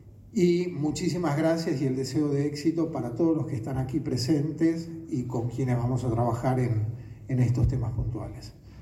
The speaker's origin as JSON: {"language": "Spanish", "region": "Santa Fe", "country": "Argentina", "said": "Lo digo como santafesino y no como porteño, que no lo soy."}